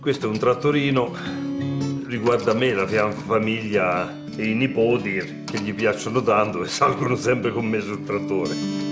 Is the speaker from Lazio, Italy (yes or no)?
yes; Amatrice, Lazio, Italy; also born or lived in Rome; Io sono nato ad Amatrice, sono vissuto ad Amatrice. Giusto per una pausa che sono andato a Roma a finire gli studi superiori.